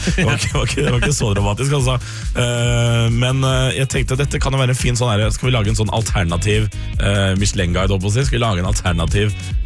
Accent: Sarpsborg, Østfold, Norway; har tilbrakt min sommerferie, i hvert fall store deler av den, hjemme i Sarpsborg.

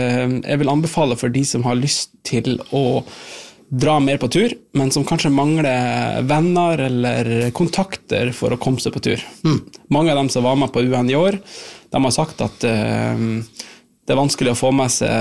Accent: Nordland, Norway; Ja da, jeg er fra Helgeland.

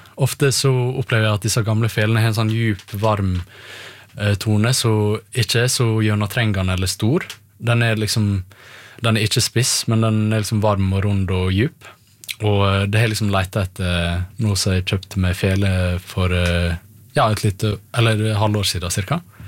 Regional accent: Volda, Møre og Romsdal, Norway; jeg er fra Volda på Sunnmøre, og jeg begynte i kulturskolen da jeg var rundt 5 år gammel

